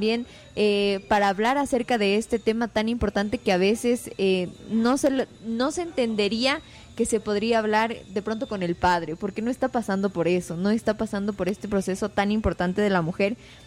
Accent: Ambato, Tungurahua, Ecuador; yo le mencionaba que yo vengo de Ambato

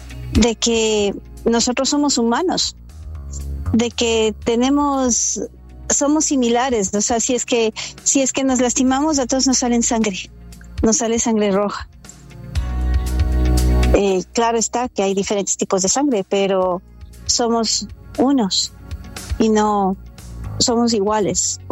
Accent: New York, United States; a estar orgullosos de que somos neoyorquinos

